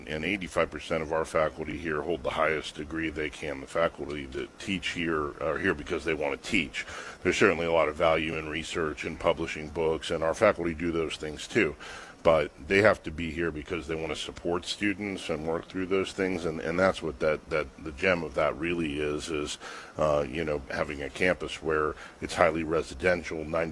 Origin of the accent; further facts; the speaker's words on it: Weirton, West Virginia, United States; I'm from Weirton, West Virginia